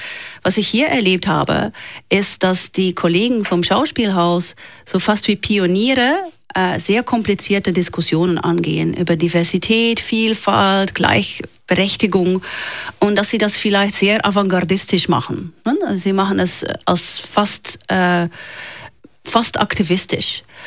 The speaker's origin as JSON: {"language": "German", "country": "Belgium", "also_born_or_lived": "Netherlands", "moved": "yes", "lives_now": "Switzerland", "said": "In Belgien haben wir uns vor allem"}